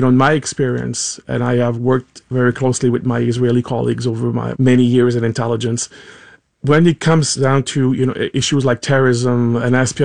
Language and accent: English; Canada; as a Canadian, I take offense when, you know, I see my prime minister